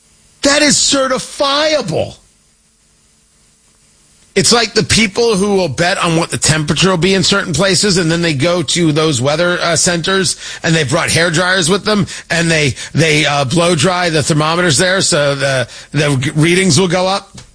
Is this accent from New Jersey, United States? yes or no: yes; New Jersey, United States; I grew up in Jersey.